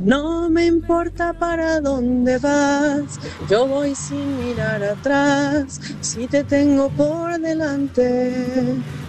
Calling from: Ausonia, Córdoba, Argentina; de Ausonia.

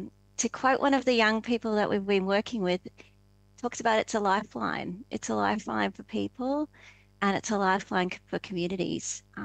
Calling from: Tasmania, Australia; And I'm coming from Lutawita, Tasmania. So like Jared, down here on the island below, you know, south of Australia.

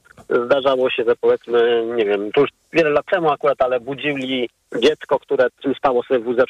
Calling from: Warsaw, Masovian Voivodeship, Poland; mieszkam koło ulicy Puławskiej

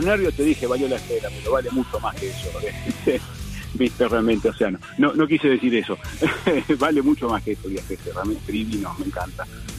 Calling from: Avellaneda, Buenos Aires Province, Argentina; vivo en Avellaneda, sí. Y en la semana estoy en el campo trabajando

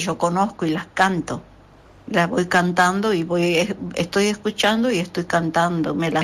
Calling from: San Miguel de Tucumán, Tucumán, Argentina; desde San Miguel de Tucumán

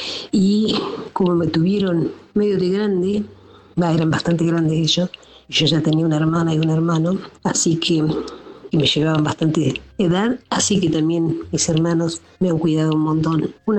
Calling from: Coronel Suárez, Buenos Aires Province, Argentina; de Coronel Suárez.

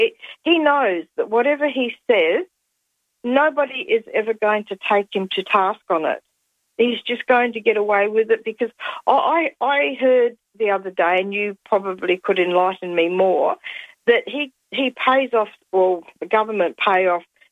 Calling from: Australia

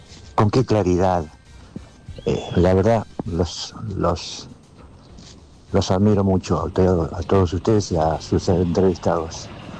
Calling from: Lanús, Buenos Aires Province, Argentina

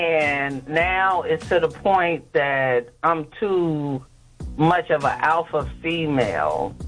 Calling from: Columbus, Ohio, United States; I'm calling from Columbus, Ohio.

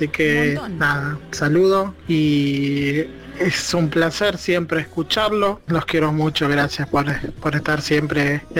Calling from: Copetonas, Buenos Aires Province, Argentina; de Copetona, partido de Tres Arroyos.

